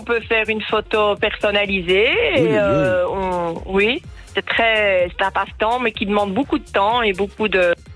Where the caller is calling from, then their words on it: Falmagne, Wallonia, Belgium; J'habite Falmagne.